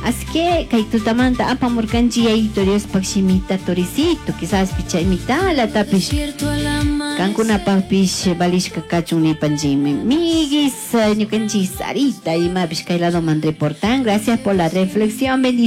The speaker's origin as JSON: {"language": "Spanish", "area": "Cacha parish", "region": "Chimborazo", "country": "Ecuador", "said": "yo soy de Cacha. Yo soy de la parroquia Cacha."}